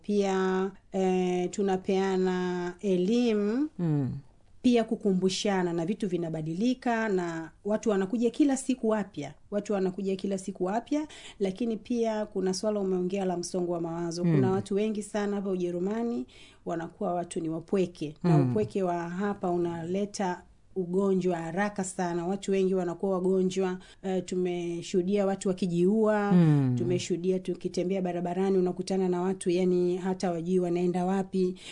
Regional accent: Tanzania; moved away as an adult; now in Germany; si tunatoka Tanzania

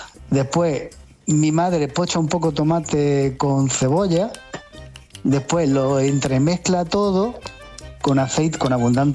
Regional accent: Pozo Alcón, Andalusia, Spain; moved away; Cuando vamos a mi pueblo, a Pozalcón

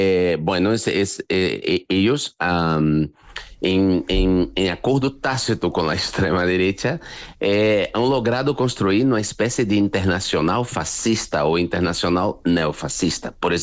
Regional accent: Brazil; Spanish is a second language; seguir en mi país, porque es aquí que quiero seguir, es aquí donde tengo mi madre, mis hermanos, mis amigos, la universidad, mi literatura, mis artes. Quiero vivir en Brasil.

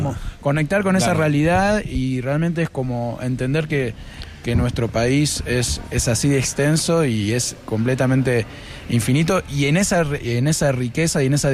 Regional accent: Buenos Aires, Argentina; Yo crecí en Buenos Aires, en un departamento, el ruido del colectivo y del transporte público acá en la cabeza desde que nací.

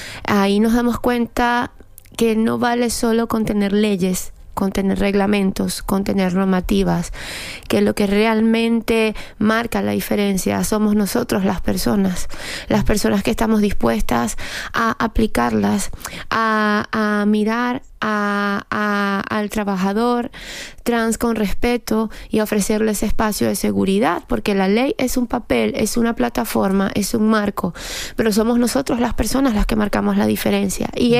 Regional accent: Venezuela; now in Spain; yo, como inmigrante venezolana, que ahora estoy nacionalizada aquí en España

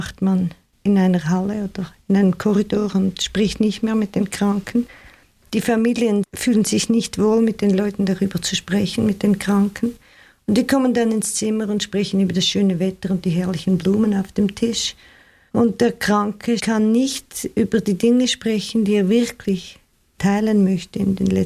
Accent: Switzerland; accent: Swiss; moved away as an adult; now in New York City, United States; ich bin in der Schweiz groß geworden und in die Schule gegangen und habe Medizin studiert in der Schweiz und habe dann einen Amerikaner geheiratet und bin in New York City gelandet.

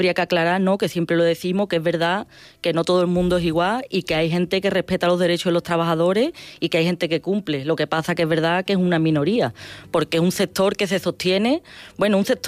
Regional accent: Escacena del Campo, Andalusia, Spain; mi pueblo es Cacena del Campo, el limítrofe con el suyo, y bueno, somos de los campos de Tejada ambos

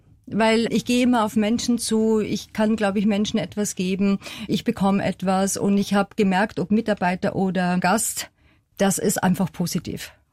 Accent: Lower Austria, Austria; moved away; Ich komme ja aus der Wachau und meine Eltern hatten einen Weinbau und ich komme aus der Landwirtschaft

